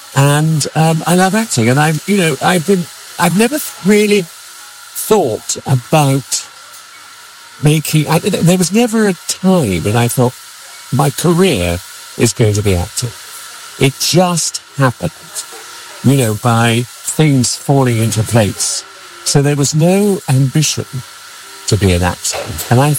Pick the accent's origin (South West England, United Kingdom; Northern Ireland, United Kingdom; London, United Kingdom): South West England, United Kingdom; Salisbury; born there; also born or lived in Oldham